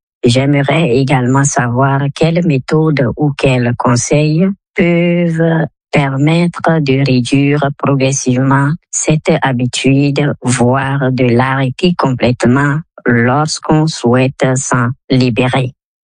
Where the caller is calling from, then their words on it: Togo; J'ai 34 ans et je vis à Diokopé, dans la préfecture de Vaud, au Togo.